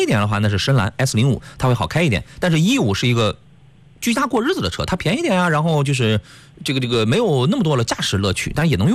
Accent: Qingdao, Shandong, China

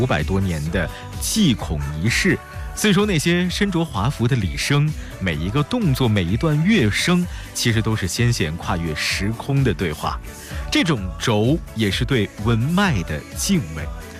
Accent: Shandong, China; 要说我们山东人轴啊

